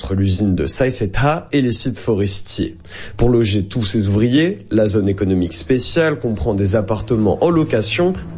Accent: France; Je suis français. Et vous?

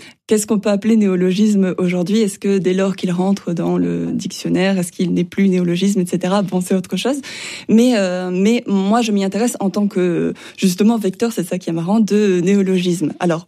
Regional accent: Hauts-de-France, France; je ne suis pas à l'Université de Rennes, mais de l'Université d'Artois, et j'y tiens, je viens du Nord-Pas-de-Calais.

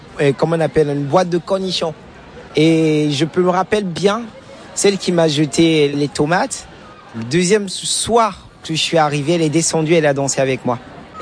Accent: Benin; J'ai grandi au Bénin. Il faudrait aussi comprendre que le milieu dans lequel j'ai grandi, il y a au niveau, au sein de la culture, on parle beaucoup de danse lors des cérémonies, on danse énormément.

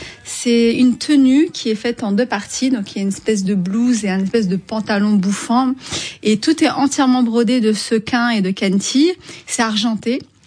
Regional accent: Tunisia; Je viens de la rue des Eucalyptus, cité Néapolis.

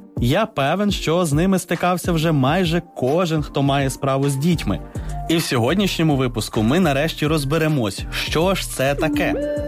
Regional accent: Ukraine; Що цікаво, на моїй рідній Бойківщині можна почути іншу інтерпретацію 7-8.

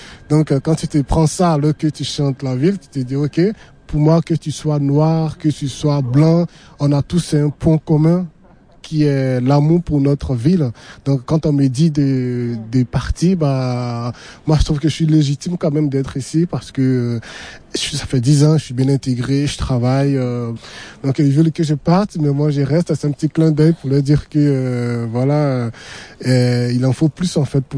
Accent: Grand-Bassam, Comoé, Côte d’Ivoire; French is a second language; also born or lived in Bonoua; Je suis né à Beaunois. Donc à Beaunois, on parle une langue qui s'appelle Abouré, que je parle très bien, je comprends très bien. Après, j'ai grandi à Grand Bassam, donc je parle aussi le Djoula.

